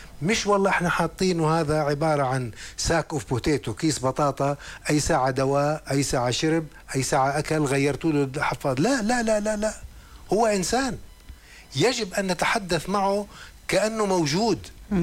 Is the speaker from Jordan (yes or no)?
yes; Jordan; عندنا بالأردن